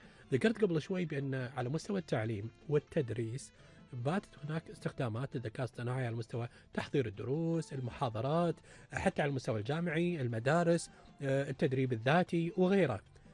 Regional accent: Kuwait; مدى مساهمتنا احنا ككويتيين

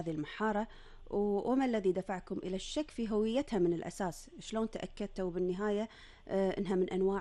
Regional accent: Kuwait

